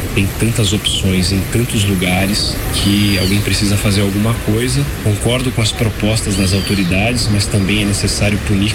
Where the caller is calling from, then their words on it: Vinhedo, São Paulo, Brazil; falo de Vinhedo.